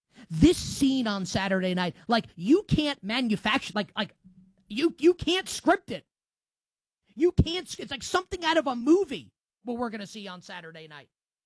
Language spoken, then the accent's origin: English; New York, United States; I have no attachment. I grew up in New York. It's not like that for me.